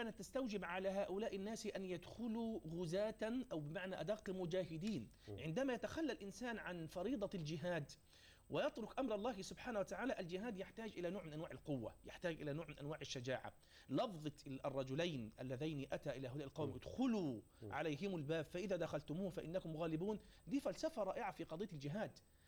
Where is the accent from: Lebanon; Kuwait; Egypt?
Egypt